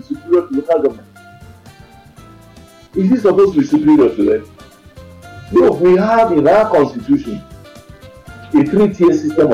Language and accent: English; Oyo, Nigeria; my hometown of Shapi